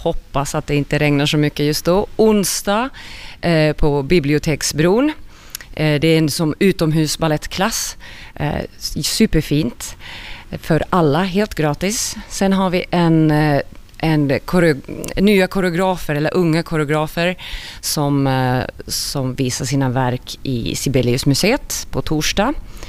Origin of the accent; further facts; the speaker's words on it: Finland; vi kommer från Finland såklart